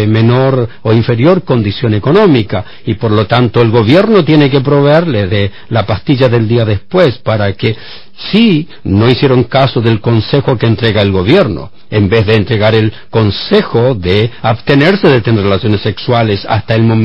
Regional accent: Chile; como en mi país, en Chile

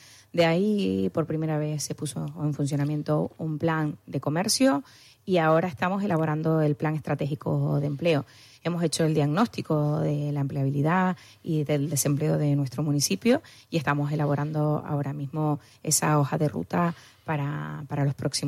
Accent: Canary Islands, Spain; los problemas que tenemos cada día nosotros como canarios

